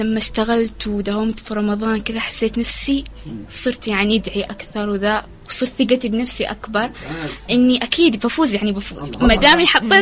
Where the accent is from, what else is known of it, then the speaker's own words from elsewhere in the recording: Yemen; احنا الفريق الوحيد من اليمن